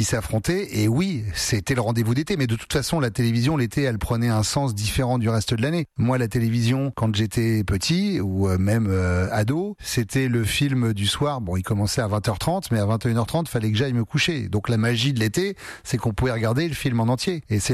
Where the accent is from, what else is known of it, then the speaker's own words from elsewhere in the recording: Nouvelle-Aquitaine, France; Mais moi, je suis de ceux qui ont connu le Fort Boyard sans émission de télé dedans, puisque je suis de Charente maritime.